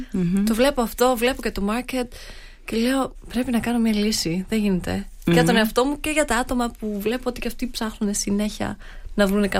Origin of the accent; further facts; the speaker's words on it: Stuttgart, Baden-Württemberg, Germany; also born or lived in United States; εκεί που έμενα, στη Γερμανία. Έρχομαι από τη Στουτκάρδη.